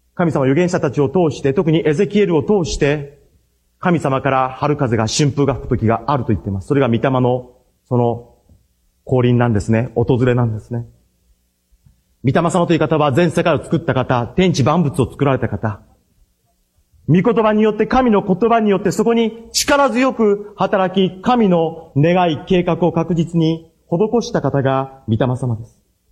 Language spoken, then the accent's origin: Japanese; Tokushima, Japan; 私は徳島のど田舎で生まれて、畑に囲まれて生きてましたから、